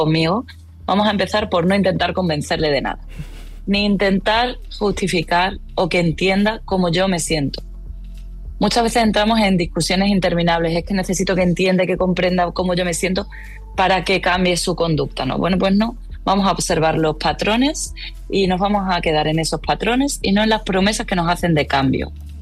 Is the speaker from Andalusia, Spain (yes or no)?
no; Extremadura, Spain; moved away; Pues siendo yo extremeña y no viviendo en Extremadura, siendo ya refugiada climática prácticamente